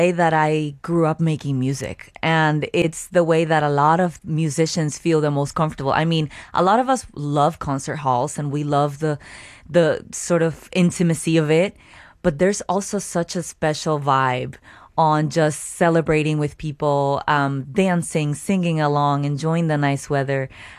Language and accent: English; Caguas, Puerto Rico; my hometown, Caguas, Puerto Rico